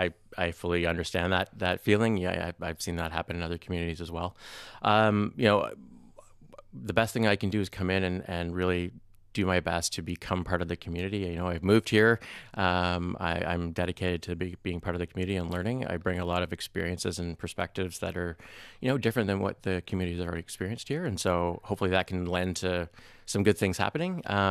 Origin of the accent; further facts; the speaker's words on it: Ottawa, Ontario, Canada; So originally from Ottawa, nation's capital.